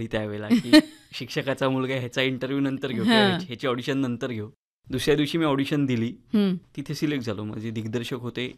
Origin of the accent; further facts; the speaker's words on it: Ratnagiri, Maharashtra, India; moved away as an adult; त्यामुळे सगळं पहिली 25 वर्ष रत्नागिरीतच गेले.